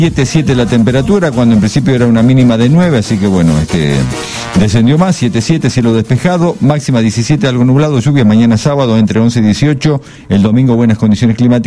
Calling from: San Luis, Argentina; de San Luis Capital, cumplo 50 años, ni más ni menos.

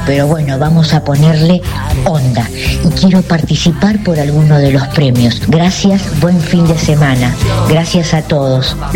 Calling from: Muñiz, Buenos Aires Province, Argentina; de Muniz, San Miguel.

